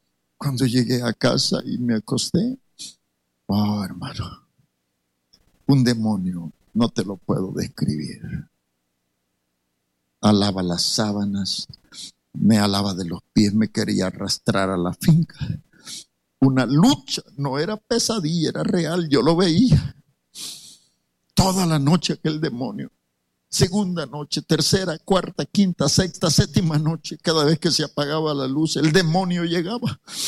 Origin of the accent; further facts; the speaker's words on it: El Salvador; moved away; ¿Hay algún salvadoreño aquí o no? ¿Conoce algo de mi país?